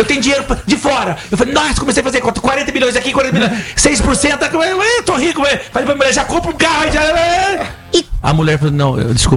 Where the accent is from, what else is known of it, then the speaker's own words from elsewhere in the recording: Rio de Janeiro, Brazil; Favilha, que eu sou carioca.